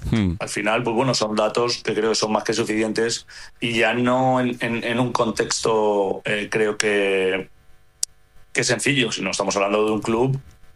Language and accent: Spanish; Spain; Creo que me considero parte de ello, o sea, como español que me siento